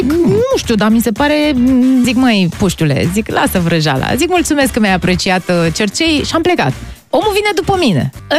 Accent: Romania; dar la noi în România asta

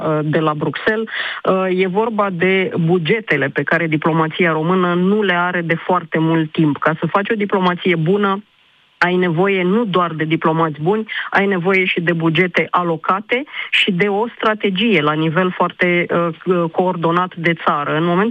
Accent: Romania

